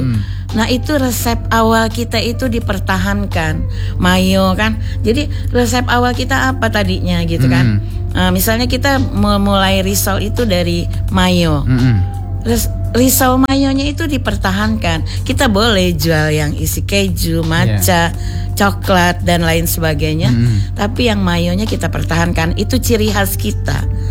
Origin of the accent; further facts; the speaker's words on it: Lampung, Indonesia; kita orang Lampung tuh di sini, termasuk saya dengan udah seumur ini, itu masih seneng makan pedas.